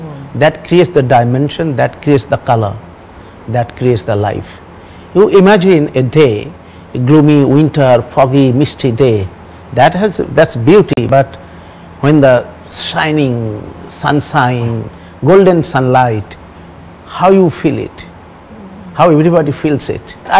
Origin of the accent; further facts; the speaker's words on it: Tamluk, West Bengal, India; Where I was born and brought up in Tamluk, it is surrounded by water, water bodies, canal, rivers.